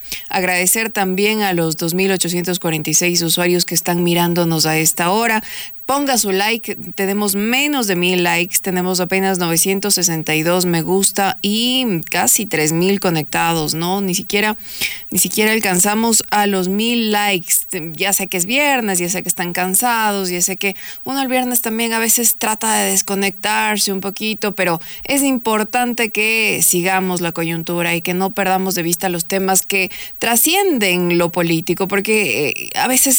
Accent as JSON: {"language": "Spanish", "town": "Quito", "region": "Pichincha", "country": "Ecuador", "said": "los quiteños estamos transitando, estamos viviendo nuestra ciudad."}